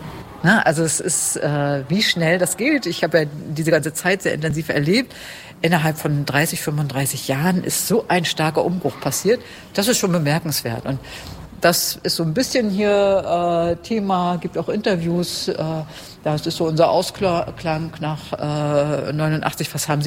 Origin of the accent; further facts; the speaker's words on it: Barth, Mecklenburg-Vorpommern, Germany; now in Rostock, Germany; ich stamme gar nicht aus Rostock, aus Barth.